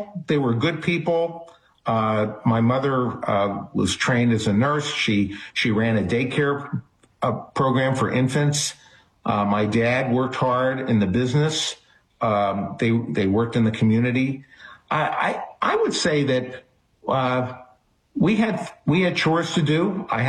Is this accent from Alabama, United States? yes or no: no; Allentown, Pennsylvania, United States; daughter here in Allentown, Pennsylvania, is where we reside for part of the year now. But this has been my hometown.